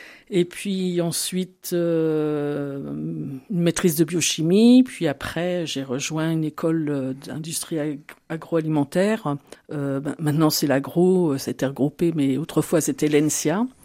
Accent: Paris, Île-de-France, France; moved away as an adult; now in Loir-et-Cher, France; je suis parisienne par ma mère. Je suis née à Paris. J'ai fait ma scolarité à Paris

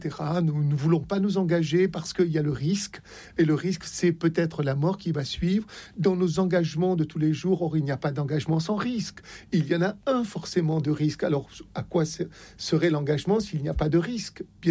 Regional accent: Oran, Oran Province, Algeria; moved away; Je suis né à Oran.

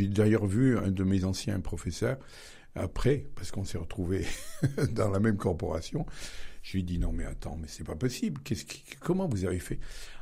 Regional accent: Bathernay, Auvergne-Rhône-Alpes, France; born there; Alors, je suis né à Batternay, je suis un petit village du nord de Rome.

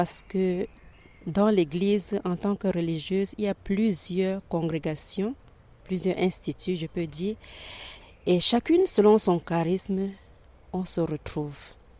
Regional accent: Cameroon; now in France; Je suis camerounaise et je suis en France, spécialement à Sichazel.

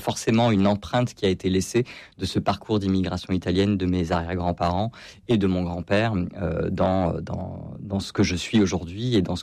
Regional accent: Hyères, Provence-Alpes-Côte d'Azur, France; Moi je suis originaire de Hyères, j'ai grandi à Hyères, donc tout ce qui est reconnexion à mon enfance, ça aurait pu être Hyères, ouais.

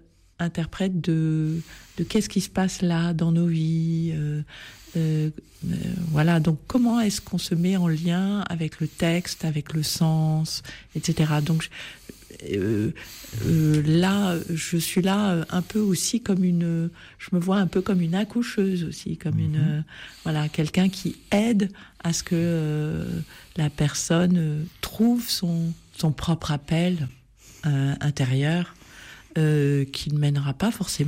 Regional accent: Normandy, France; Alors je viens d'un milieu catholique, je suis née dans une ferme, enfin je ne suis pas née, j'ai grandi dans une ferme en Seine-Maritim

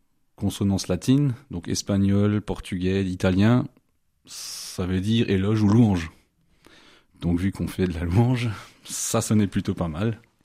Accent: Grand Est, France; donc je suis originaire du Pays de Beach. J'ai 37 ans.

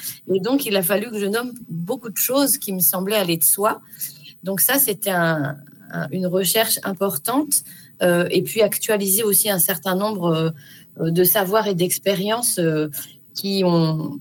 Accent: Grasse, Provence-Alpes-Côte d'Azur, France; Je suis originaire de Grasse

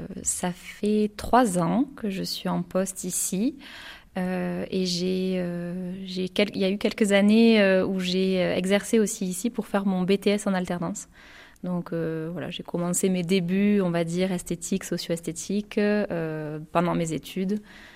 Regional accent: Montpellier, Occitanie, France; Moi je suis héraultaise, donc je suis née à Montpellier, j'ai toujours grandi dans le coin, on va dire.

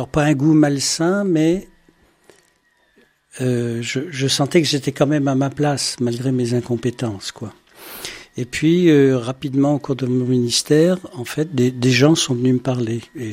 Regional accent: France; c'est-à-dire on est français, gaulois, de génération en génération

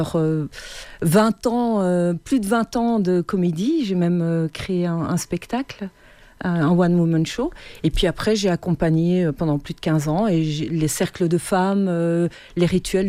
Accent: Belgium; moved away as an adult; now in Haute-Vallée de l'Aude, France; je suis belge. Donc je débarque dans la Haute-Vallée de l'Aude avec grand plaisir. J'ai grandi dans une pâtisserie-boulangerie

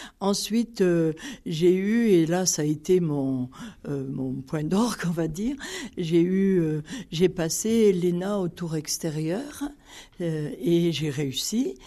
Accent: Marvejols, Occitanie, France; moved away as an adult; also born or lived in Metz / Nancy / Strasbourg / Paris; je suis lozérienne. Je suis née au Salel, enfin à Marvejols, mais j'habite au Salel dans ma maison de naissance. Je suis issue d'une famille modeste mais unie

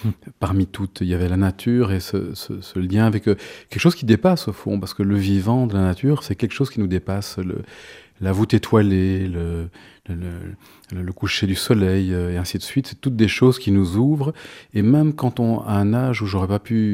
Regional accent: south of France, France; born there; also born or lived in Hamburg, Germany / Greece; il l'a envoyé dans le sud de la France, où il y avait un genre de monastère bouddhiste où j'ai passé les 13 ou 14 années suivantes de ma vie, dans les gorges du Verdon.

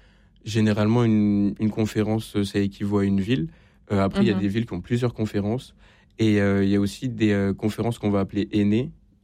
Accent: Montpellier, Occitanie, France; parce que de base, je viens de Montpellier.

